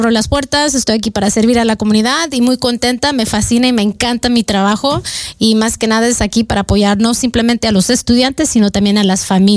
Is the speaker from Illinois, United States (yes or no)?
no; Washington, United States; also born or lived in San Juan, Texas; Yo nací en San Juan, Texas. Soy tejana, pero cuando estaba creciendo, nos mirábamos mucho para aquí en Washington. Las escuelas primarias y secundarias vivían en áreas como Linden, Bellingham, Mount Vernon